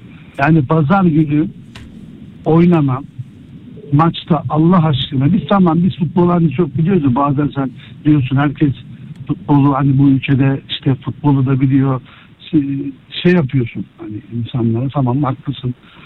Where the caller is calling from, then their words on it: Istanbul, Turkey; İstanbul'dan.